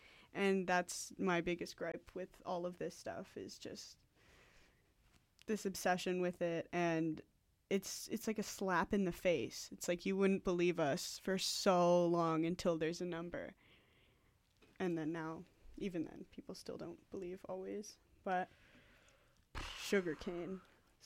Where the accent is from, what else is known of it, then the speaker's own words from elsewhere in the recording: Oliver, British Columbia, Canada; now in Vancouver, Canada; my hometown Oliver